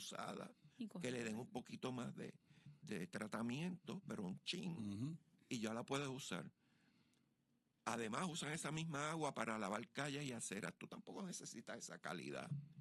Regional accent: Puerto Rico

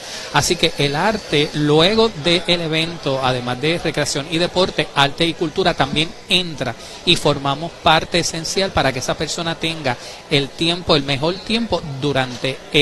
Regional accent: Puerto Rico; este abanico de la diversidad cultural que somos todos los puertorriqueños

